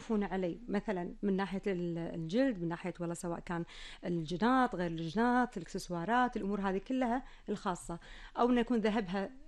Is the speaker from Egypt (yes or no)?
no; Kuwait